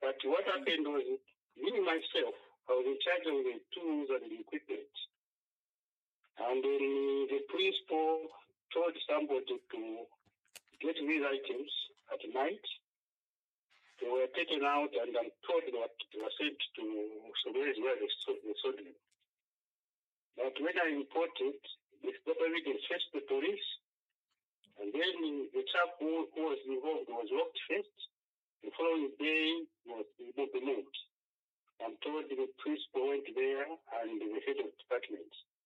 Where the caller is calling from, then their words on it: Mufulira, Copperbelt, Zambia; Mufulira. I'm Mufulira.